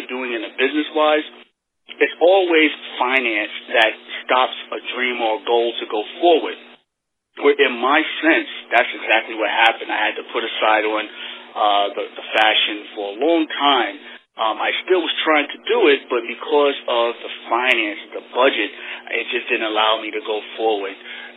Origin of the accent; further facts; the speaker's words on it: New York, United States; also born or lived in Florida; Well, I'm from New York, and right now I live in, I'm still in New York currently, Long Island and Copaig. I was moving back and forth. Actually, I started everything out in Florida. I used to live in Florida, and I came back over family situations.